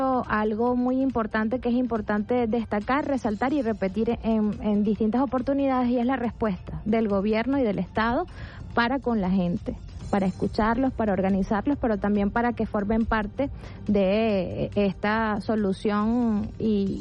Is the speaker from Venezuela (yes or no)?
yes; Venezuela; lo significativo que ha sido para nosotros como venezolanos y venezolanas este año